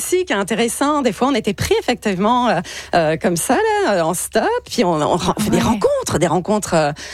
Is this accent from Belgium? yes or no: no; France; now in Canada; Je vous dirais que je suis française, alors le Canada, pour moi, est déjà une découverte de tous les instants